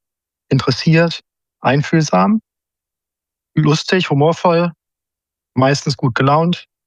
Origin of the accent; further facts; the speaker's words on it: Freiburg, Baden-Württemberg, Germany; born there; Ich bin geboren in Freiburg.